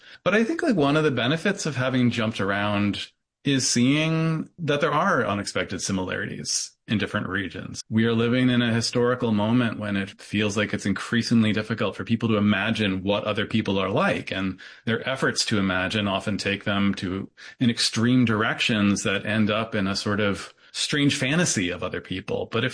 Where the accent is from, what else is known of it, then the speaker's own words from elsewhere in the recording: Syracuse, New York, United States; I'm not from rural New York. I'm from Syracuse, which is a reasonable sized city. But like a lot of the Rust Belt, it's been down on its luck for a long time.